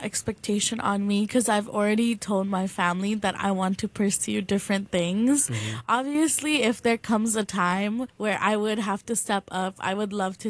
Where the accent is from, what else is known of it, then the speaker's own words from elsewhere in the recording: Dhaka, Dhaka Division, Bangladesh; now in Hong Kong; I'm from Dhaka. My parents are not born and raised in Dhaka, but they were lived a lot of their life in Dhaka, in the capital city. But then my dad, his village is called Moymenshing. It's a little bit more up north of Dhaka.